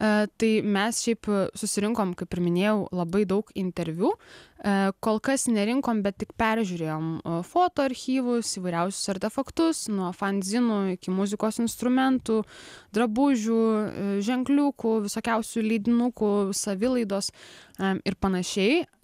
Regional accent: Palanga, Klaipėda County, Lithuania; Ne, aš nesu iš Utenos, aš esu iš Palangos, bet taip jau atsitiko, kad pernai metais atsidūriau Vilniaus universiteto istorijos fakultete

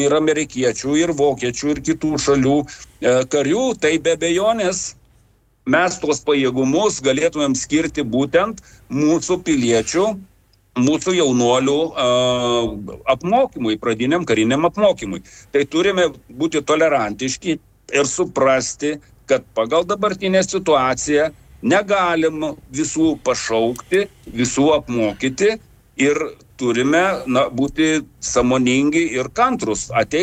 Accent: Klaipėda, Klaipėda County, Lithuania; Kadangi esu klaipėdietis ir ta moteris, kuri skambino iš būtent iš Baltijos prospekto, kadangi aš ten esu užaugęs ir baigęs Baltijos dabartinę gimnaziją, tuometinė 18.

